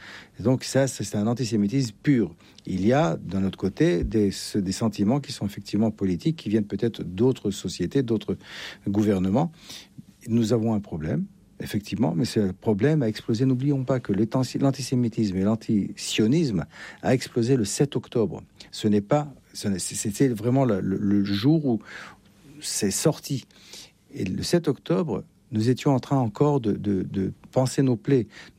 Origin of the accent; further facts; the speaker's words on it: Israel; Je suis l'ambassadeur d'Israël, donc je représente l'Israël en France. Je parle avec tous les acteurs politiques qui acceptent l'existence de mon pays.